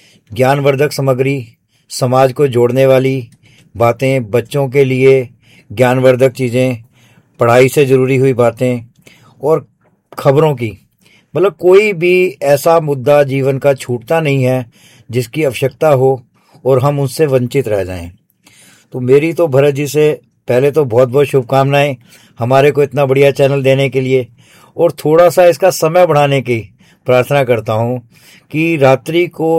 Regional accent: Ambala, Haryana, India; अंबाला का रहने वाला हूं।

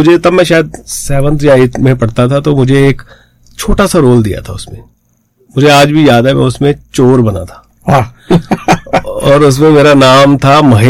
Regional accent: Jalandhar, Punjab, India; मैं बेसिकली पंजाब से हूं, पंजाब के जलंधर शहर से

